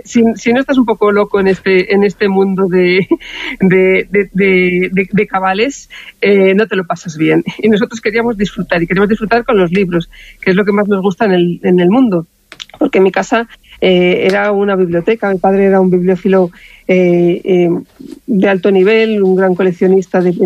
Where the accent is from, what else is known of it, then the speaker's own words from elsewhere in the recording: Ávila, Castile and León, Spain; moved away as an adult; now in Madrid, Spain; aunque ahora estamos en Madrid, pero nuestra vinculación con Ávila sigue muy latente y lo va a seguir siendo, porque Ávila sigue siendo mi tierra, mi casa.